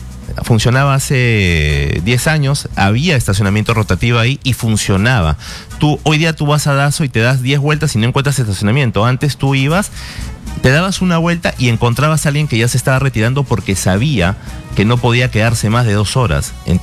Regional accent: Lima, Peru; Yo he vivido toda mi vida en San Isidro.

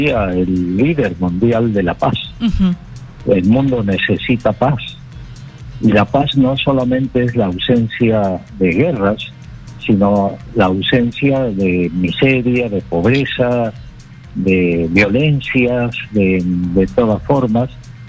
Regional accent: Peru; como peruanos y peruanas

